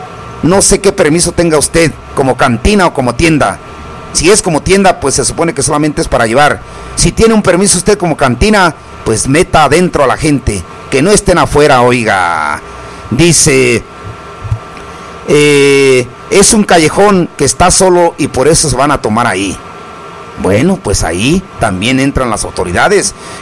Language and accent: Spanish; Cherán, Michoacán, Mexico; Aquí vivimos en un pueblo. Es el pueblo de Cherán. No nos empecemos a comparar. Nosotros somos de Cherán.